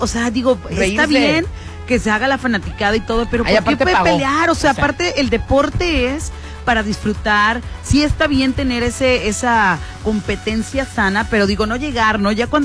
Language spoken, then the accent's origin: Spanish; Mexico; Pero nosotros como mexicanos siempre, a diferencia de otros países, recibimos a todos con los brazos abiertos y los tratamos bien.